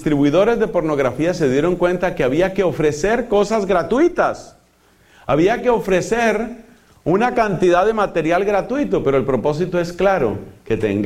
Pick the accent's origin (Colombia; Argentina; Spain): Colombia; En mi país, para vergüenza de Colombia